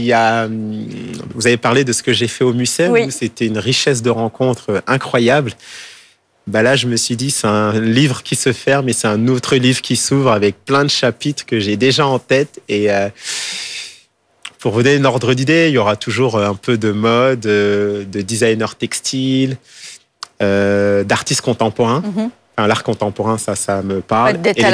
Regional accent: Île-de-France, France; J'ai grandi. Je suis né à Paris, 18e, mais j'ai grandi en banlieue.

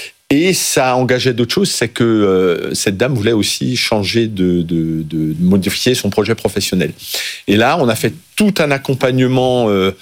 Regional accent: Grand Est, France

